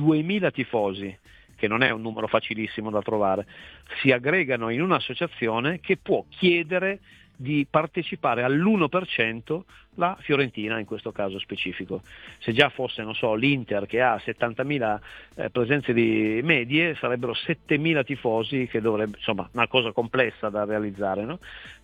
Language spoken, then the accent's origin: Italian; Turin, Piedmont, Italy; te lo dico da torinese perché l'ho vissuta in altri contesti